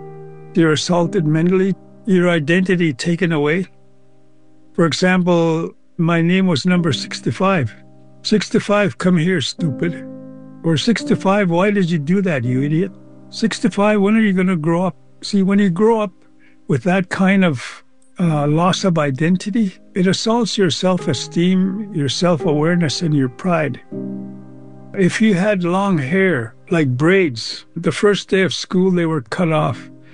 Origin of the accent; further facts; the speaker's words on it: Ermineskin Cree Nation, Alberta, Canada; I was born on the Erminskin Cree Nation and was raised by my grandparents until I was taken to residential school when I was 6 years old.